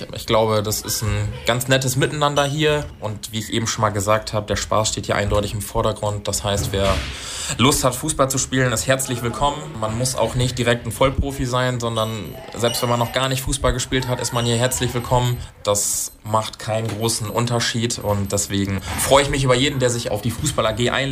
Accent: Germany; born there; Ich spiele seit meiner Kindheit im Verein hier in der Gegend in Thüne und tue das auch immer noch

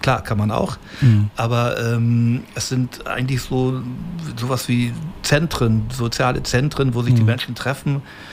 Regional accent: Osnabrück, Lower Saxony, Germany; ich bin hier in Osnabrück aufgewachsen und geboren

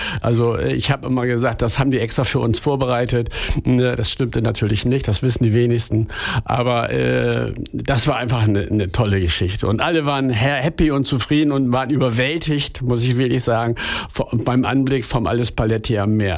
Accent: Bremerhaven, Bremen, Germany; born there; dass ich allen 45 Mitreisenden meine Geburtsstadt Bremerhaven noch mal näher bringen konnte.

